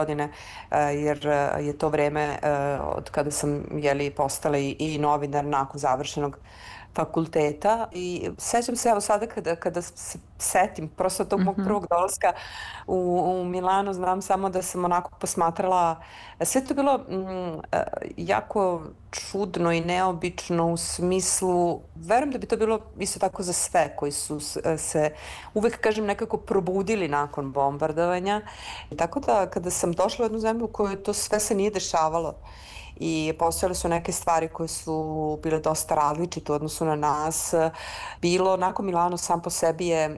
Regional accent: Belgrade, Serbia; born or raised there

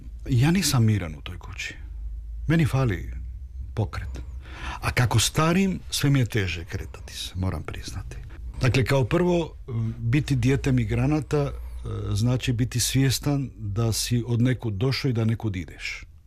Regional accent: Argentina; also born or lived in Sarajevo; now in Zagreb, Croatia; dolazim iz Argentine, iz jedne multikulti zemlje

